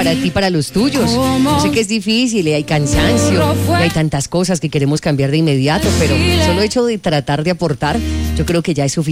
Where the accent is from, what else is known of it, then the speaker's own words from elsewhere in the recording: Cauca, Colombia; nos refieren tanto como ciudadanos, como colombianos, como caucanos, como cristianos, como católicos y creyentes en el Todopoderoso.